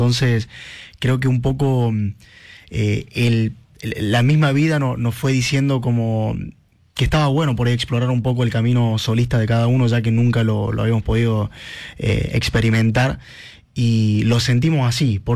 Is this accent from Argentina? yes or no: yes; Rumipal, Córdoba, Argentina; now in Buenos Aires, Argentina; Yo soy de Rumipal, de acá de Córdoba, de Rumipal, y bueno, por el proyecto de ella me fui a vivir a Buenos Aires, y ya entre una cosa y la otra me quedé allá.